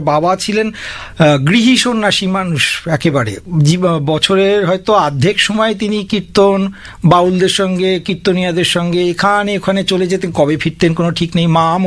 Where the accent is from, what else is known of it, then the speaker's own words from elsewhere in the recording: Nabagram, West Bengal, India; 1948 সাল থেকে এখানে বসতি, এটা হচ্ছে পঞ্চায়েত এলাকা। সেই নবগ্রাম পঞ্চায়েত এলাকায় আমার জন্ম, আমার বেড়ে ওঠা, আমি আজ 50 বছর বয়স পর্যন্ত ওখানেই আছি